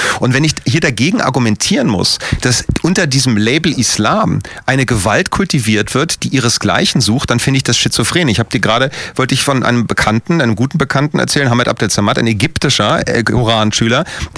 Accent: Berlin, Germany; ich selber als Berliner, der aufgewachsen ist in einer Zeit, in Hamburg gilt übrigens das Gleiche, ein Teil meiner Familie kommt aus Hamburg

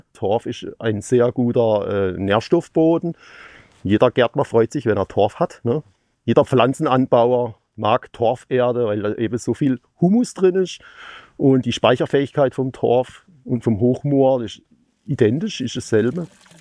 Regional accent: Ottenhöfen, Baden-Württemberg, Germany; ich bin aus Ottenhöfen, ich bin gelernter Landwirt und Maschinenbauer

